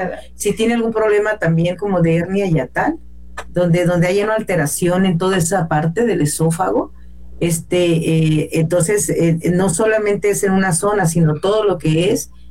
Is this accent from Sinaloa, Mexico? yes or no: yes; Topolobampo, Sinaloa, Mexico; born there; donde yo nací es una región muy bonita, y a nuestro México es hermoso, y tiene muchas regiones pues hermosas, quizá que no son tan comerciales o que son tan conocidas, pero Topolobampo es una de ellas